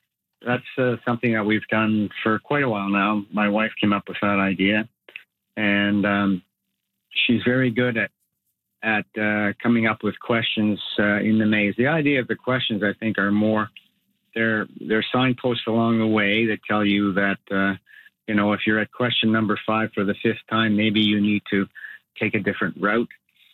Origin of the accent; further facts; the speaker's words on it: Quebec City, Quebec, Canada; I've always been a Montreal Canadiens fan. I grew up in Quebec City.